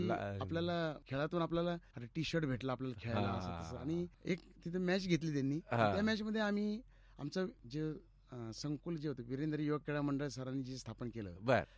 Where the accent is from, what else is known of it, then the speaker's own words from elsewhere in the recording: Ahmednagar, Maharashtra, India; माझं बालपण नगर शहरातलाच सांगली येथे राहत होतो.